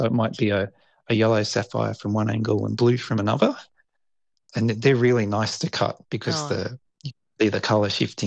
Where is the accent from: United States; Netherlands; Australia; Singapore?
Australia; I feel like it's just something more personal about it for me, being an Australian myself